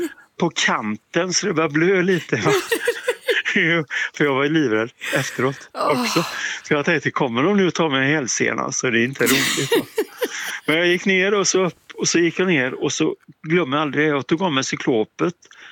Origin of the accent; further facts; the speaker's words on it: Orust, Västra Götaland County, Sweden; jag är uppvuxen på Orust på sommarställe, vet du.